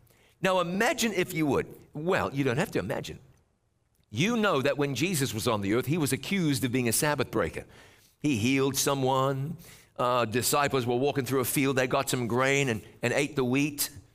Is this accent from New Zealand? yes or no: yes; New Zealand; when I was just a kid and growing up in New Zealand